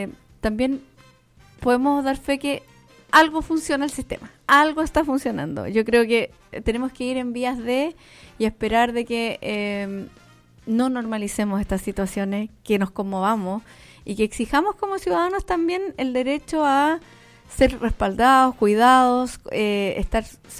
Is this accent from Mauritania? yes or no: no; Romeral, Maule, Chile; antes cuando uno decía, yo soy de Romeral, tú también vives en el campo aquí en Curicó